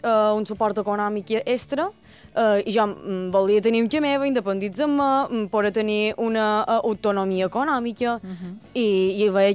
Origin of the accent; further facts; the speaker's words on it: Manacor, Balearic Islands, Spain; De Manacor, crec que se nota.